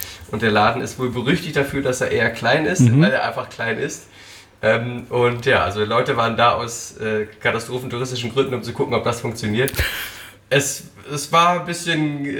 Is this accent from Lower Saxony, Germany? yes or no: yes; Osnabrück, Lower Saxony, Germany; Aus Osnabrück.